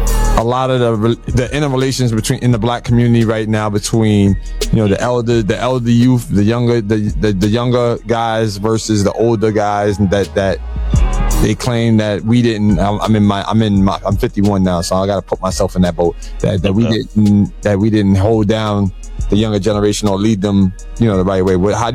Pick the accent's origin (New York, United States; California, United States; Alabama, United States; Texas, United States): New York, United States; New York City; I'm from the Bronx, I'm from the South Bronx